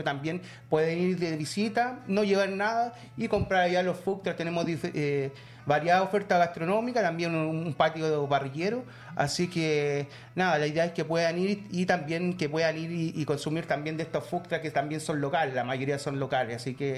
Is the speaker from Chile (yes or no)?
yes; Isla de Maipo, Santiago Metropolitan Region, Chile; Yo soy de acá